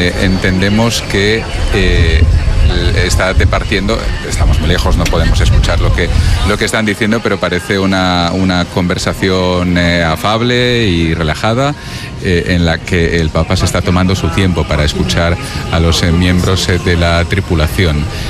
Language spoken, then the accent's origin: Spanish; Barcelona, Catalonia, Spain